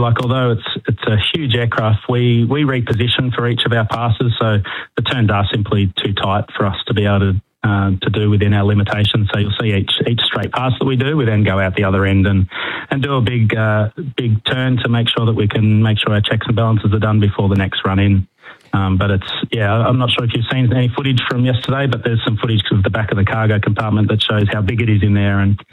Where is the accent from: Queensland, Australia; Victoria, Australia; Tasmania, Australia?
Victoria, Australia; Melbourne; growing up in Melbourne, used to always go along to the Avalon Air Show every 2 years